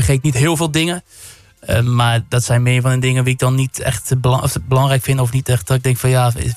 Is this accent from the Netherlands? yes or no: yes; Schiedam, South Holland, Netherlands; ik ben geboren getogen in Schiedam. En waar ik woon ik al heel mijn leven.